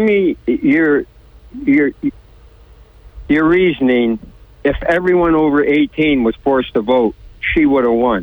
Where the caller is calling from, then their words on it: Vestal, New York, United States; from Vestal